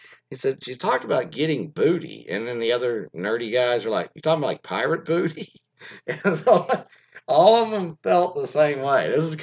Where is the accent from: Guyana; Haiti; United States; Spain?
Spain; from España, like in Spain.